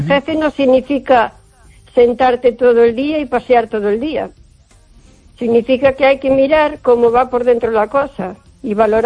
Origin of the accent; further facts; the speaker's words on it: O Carballiño, Galicia, Spain; Hola, Esther, buenas noches … de Carballiño.